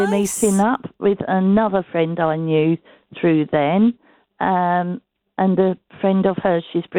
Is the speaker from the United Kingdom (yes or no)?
yes; Biggleswade, East of England, United Kingdom; I grew up in Mead End in Biggleswade years ago.